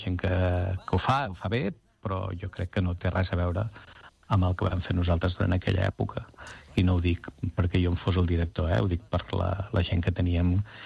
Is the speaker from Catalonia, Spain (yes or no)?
yes; Badalona, Catalonia, Spain; De fet, allà on dic que sóc de Badalona